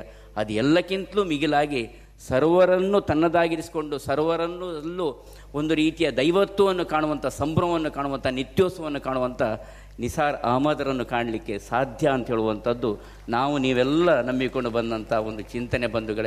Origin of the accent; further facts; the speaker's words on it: Karnataka, India; ಮನೆ ಭಾಷಿಗರಾಗಿದ್ದುಕೊಂಡು ನಾವು ತುಳುವರು, ಗಟ್ಟಿಯಾದಂತಹ ಅನುಷ್ಠಾನದಲ್ಲಿ ಕನ್ನಡಿಗರು, ಎಲ್ಲ ನೆಲೆಗಳೊಂದಂತೆ ನಾವು ಭಾರತೀಯರು ಎನ್ನುವಂಥ ತತ್ವದಲ್ಲಿ ಬಾಳಿ ಬದುಕಿದವರು.